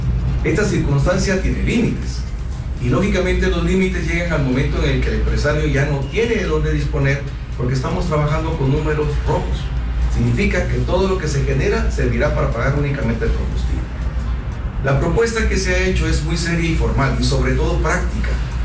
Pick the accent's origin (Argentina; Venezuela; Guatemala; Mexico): Guatemala; Como guatemaltecos y empresarios, nos desligamos de cualquier bloqueo.